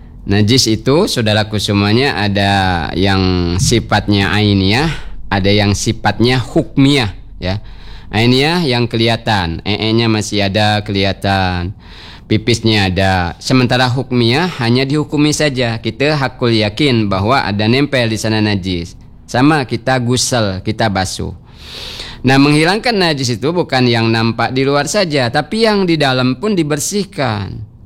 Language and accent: Indonesian; Bangka Belitung Islands, Indonesia; kita orang Bangka